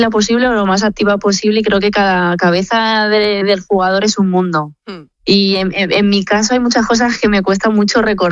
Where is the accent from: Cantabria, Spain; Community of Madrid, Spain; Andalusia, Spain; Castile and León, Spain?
Community of Madrid, Spain; no soy de Tiempo Zuelo, pero al final sigue siendo Madrid y sigo siendo madrileña